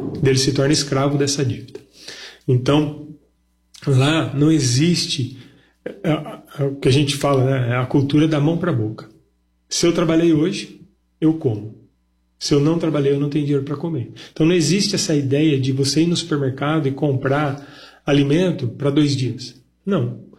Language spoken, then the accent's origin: Portuguese; Brazil; Eu, como um bom brasileiro, um bom apreciador de café, né